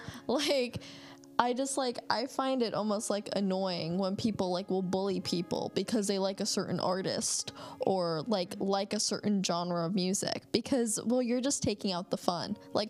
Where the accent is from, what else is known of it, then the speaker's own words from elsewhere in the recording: Virginia, United States; my family is from up north, like, I didn't really know what country was, like, even growing up in Virginia